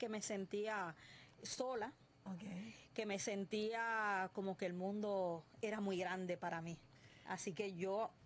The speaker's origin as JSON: {"language": "Spanish", "country": "Dominican Republic", "tie": "born there", "moved": "yes", "said": "Por ejemplo, yo nací en la República Dominicana, soy dominicana, llevo aquí más de tres décadas acá, quiere decir que soy dominicana, pero un poquito de acá también"}